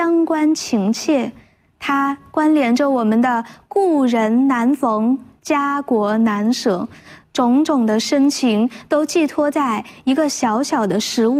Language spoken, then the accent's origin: Chinese; China